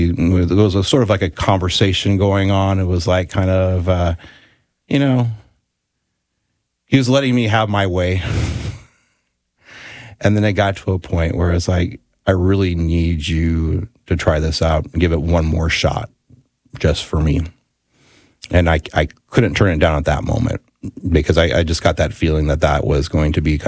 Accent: Springfield, Missouri, United States; I grew up in Springfield, Missouri.

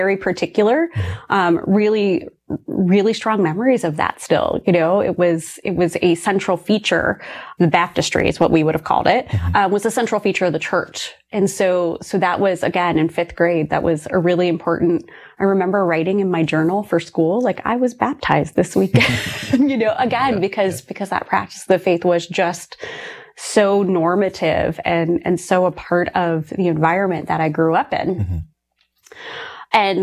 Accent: Ohio, United States; So I grew up in a very rural part of Ohio. And my family, we were churchgoers.

